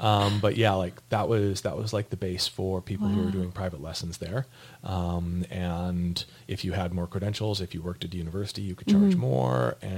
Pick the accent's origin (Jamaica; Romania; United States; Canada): Canada; as soon as I identified myself as Canadian